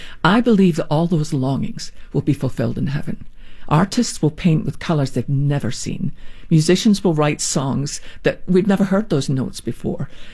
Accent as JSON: {"language": "English", "region": "Scotland", "country": "United Kingdom", "tie": "born or raised there"}